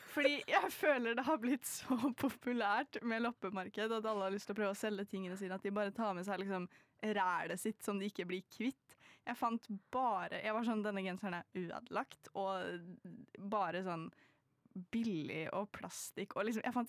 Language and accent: Norwegian; Elverum, Innlandet, Norway; moved away; når jeg var liten så var jeg veldig mye på loppemarked hjemme i Elverum